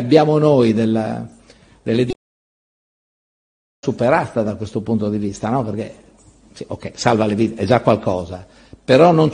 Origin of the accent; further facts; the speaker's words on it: Friuli-Venezia Giulia, Italy; io sono del Friuli, quindi ho vissuto da giovane, ma insomma sono un po' figlio di quello che è stato il terremoto